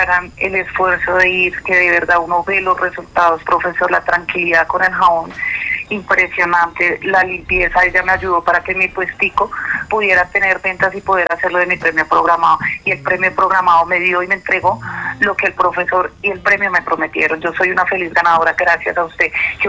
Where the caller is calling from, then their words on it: Puerto Boyacá, Boyacá, Colombia; Puerto Boyacá